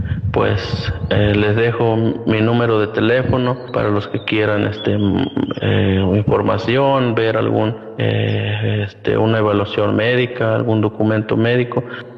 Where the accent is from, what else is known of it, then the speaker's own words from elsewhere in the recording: La Herradura, Mexico; soy de La Herradura.